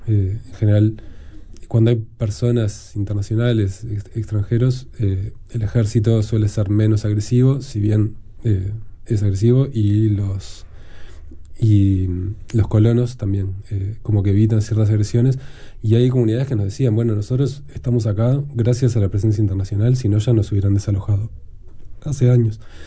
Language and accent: Spanish; Uruguay; es importante, sí, que como uruguayos hagamos nuestra parte